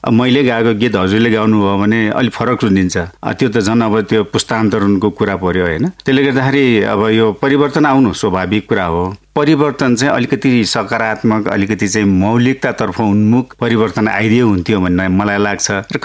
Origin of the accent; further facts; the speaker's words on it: Myagdi District, Gandaki Province, Nepal; now in Kathmandu, Nepal; मेरो जन्म चाहिँ म्याग्दी जिल्लाको हालको धौलागिरी गाउँपालिका वडा नम्बर 6 मराङमा भएको हो।